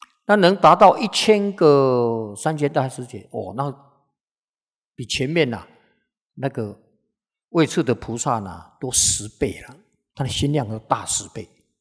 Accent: China; 那我到日本去啊，我们中国人啊，不好的自己留起来用，好的外销卖出去。

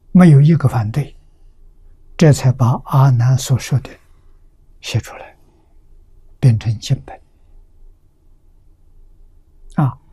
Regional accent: China

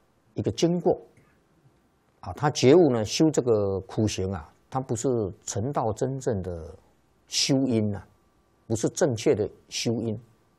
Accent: China; 我们中国人的算法呢，算这个年纪是算虚岁

